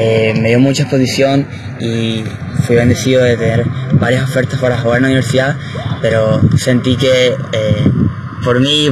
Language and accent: Spanish; Venezuela; moved away; yo llegué acá desde Venezuela